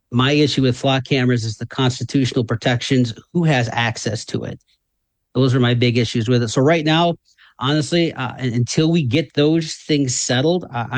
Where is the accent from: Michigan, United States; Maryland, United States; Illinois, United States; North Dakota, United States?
Michigan, United States; also born or lived in Marshall, Michigan / Kansas; now in Battle Creek, United States; I was born in Marshall, Michigan, 1971, raised in Emmett Township, went to Harper Creek Schools, 1990, graduated of Harper Creek